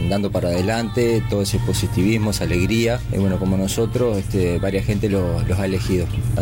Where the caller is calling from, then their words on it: Durazno, Uruguay; Bueno, contarles que soy de Durazno.